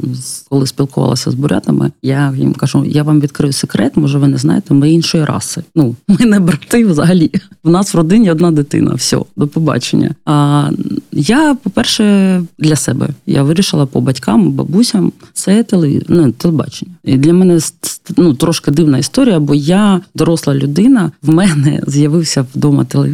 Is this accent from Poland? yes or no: no; Buryatia, Russia; я таку кількість інформації про бурятів ніколи не чула до 22-го року, будучи бурятка